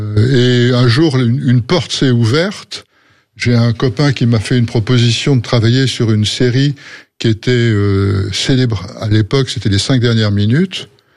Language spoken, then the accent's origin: French; Paris, Île-de-France, France; born there; also born or lived in Algeria; j'ai suivi ma mère qui avait divorcé quand j'étais très très jeune. Elle s'est remariée en 1955 à Paris, donc depuis 1955, je suis parisien.